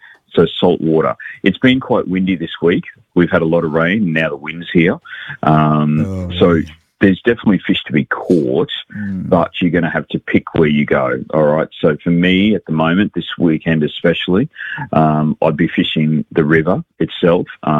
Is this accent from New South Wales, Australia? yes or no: no; Brisbane, Queensland, Australia; And they said, where are you from? And I said, Brisbane.